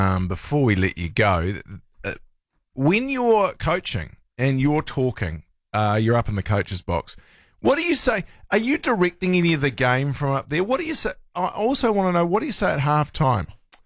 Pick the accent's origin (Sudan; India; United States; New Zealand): New Zealand; As a New Zealander